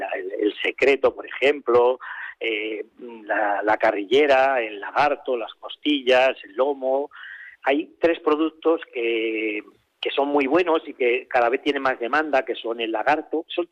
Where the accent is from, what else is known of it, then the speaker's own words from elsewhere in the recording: Segovia, Castile and León, Spain; ya no solamente somos la gente de Segovia